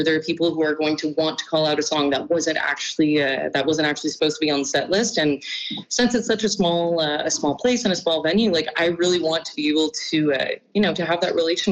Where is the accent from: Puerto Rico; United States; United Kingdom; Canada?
Canada; Montreal, Quebec; born there; also born or lived in Victoriaville / Gatineau / Australia / Granby; I grew up in Montreal, I moved out to Victoriaville, I lived in Gatineau, I lived in Australia for a full year. And when I got to Granby